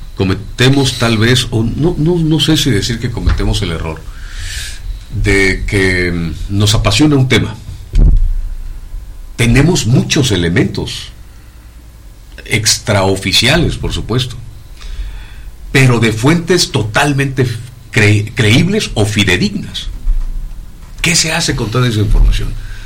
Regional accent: Juchitán, Oaxaca, Mexico; en Mijuchitán, en donde yo nací, en donde trabajo, en donde vivo

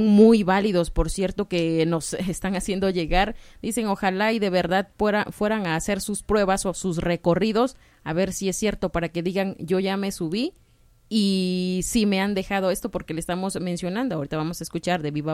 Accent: Oaxaca, Mexico; nosotros como ciudadanos oaxaqueños

